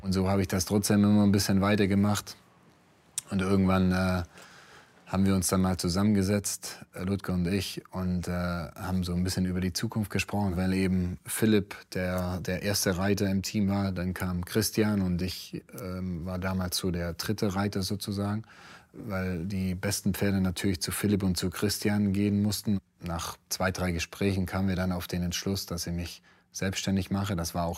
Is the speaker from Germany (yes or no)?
yes; Swabia, Germany; moved away; Ich bin ja ein waschechter Schwabe.